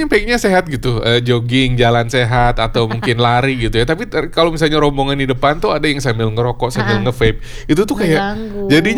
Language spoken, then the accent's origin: Indonesian; Brebes, Central Java, Indonesia; now in Jakarta, Indonesia; apakah di Brebes juga kampung saya ya